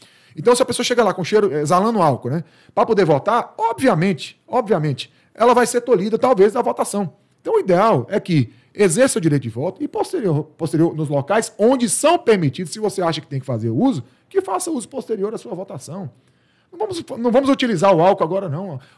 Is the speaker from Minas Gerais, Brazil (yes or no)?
yes; Minas Gerais, Brazil; Como bom mineiro, né?